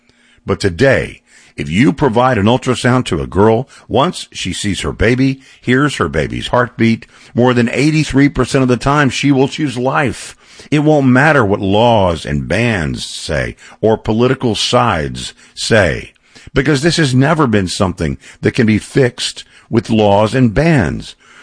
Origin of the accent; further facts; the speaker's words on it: Texas, United States; It's not true in my home state of Texas.